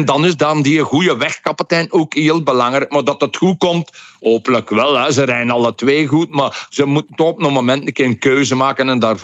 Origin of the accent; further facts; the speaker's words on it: Belgium; Voor mij, als Belg, zijnde, geef mij mijn Tischken benoot.